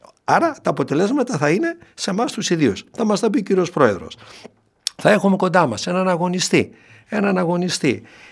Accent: Doirani, Central Macedonia, Greece; Είναι δίπλα από το χωριό μου, Δοϊράνη εγώ

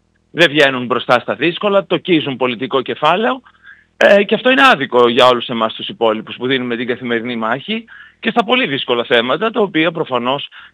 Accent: Kavala, Eastern Macedonia and Thrace, Greece; now in Athens, Greece; Επειδή εγώ είμαι καβαλιώτης και στην Καβάλα δεν το έχουμε τόσο βαρύ

